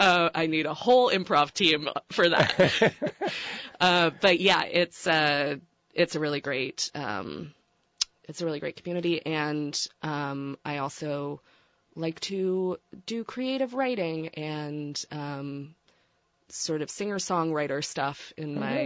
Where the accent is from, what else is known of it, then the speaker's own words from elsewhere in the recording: Newfoundland and Labrador, Canada; I was born in Newfoundland, Canada, born and raised in Canada. My mom's American though.